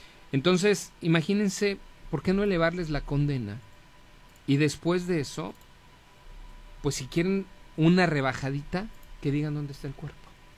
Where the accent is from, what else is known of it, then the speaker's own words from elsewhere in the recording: Mexico; como mexicano me sienta menos